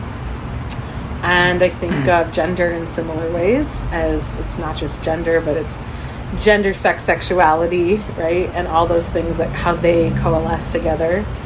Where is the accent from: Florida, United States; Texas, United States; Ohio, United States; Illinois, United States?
Ohio, United States; Cleveland; And I hail from the Cleveland area and really enjoy inhabiting different parts of the Rust Belt.